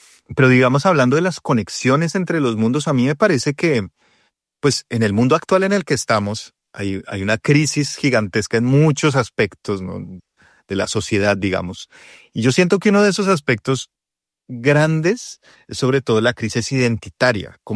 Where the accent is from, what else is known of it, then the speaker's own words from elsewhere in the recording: Bogotá, Colombia; moved away as an adult; now in Tokyo, Japan; nosotros íbamos al territorio siendo pues cachacos, rolos, ¿no?